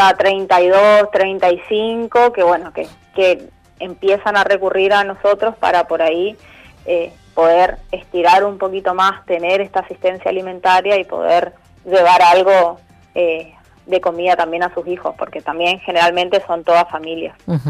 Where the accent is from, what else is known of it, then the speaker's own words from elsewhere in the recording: Argentina; como somos los argentinos resilientes